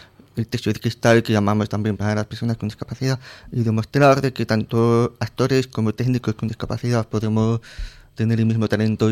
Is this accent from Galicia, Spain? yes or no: no; Madrid, Community of Madrid, Spain; born there; Sí, Madrid riojano, sí, porque soy cuerpo madrileño, porque los papeles dicen que yo he nacido en Madrid, pero yo tengo toda mi sangre de familia de La Rioja, tanto en Santurce como en Santo Domingo y Logroño, entonces, claro, me siento más riojano que madrileño.